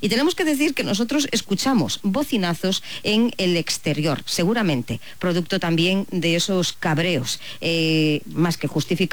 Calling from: Pontevedra, Galicia, Spain

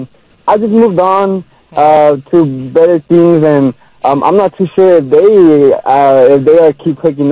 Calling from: West Hollywood, California, United States; I'm from West Hollywood.

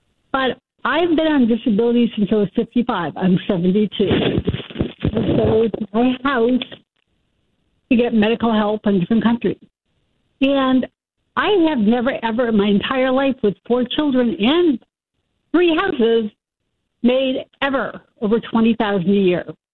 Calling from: Bath, Maine, United States; There's huge amounts of us because I'm from here.

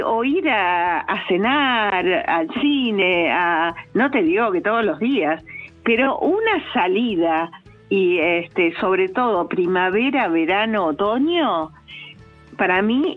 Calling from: Acassuso, Buenos Aires Province, Argentina; de Acasus.

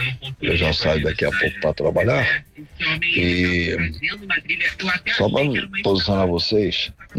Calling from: Rio de Janeiro, Brazil

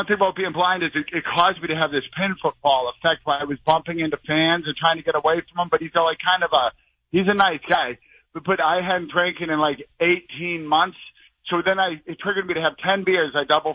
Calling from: Boston, Massachusetts, United States; I'm from Boston.

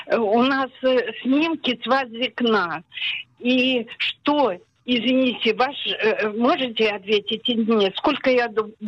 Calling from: Haifa, Haifa District, Israel; из Хайфы.

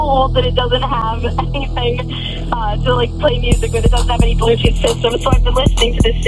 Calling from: Minnesota, United States; I'm from Minnesota.

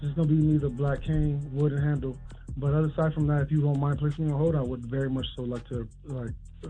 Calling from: El Paso, Texas, United States; I'm legally blind. I'm from El Paso, Texas.

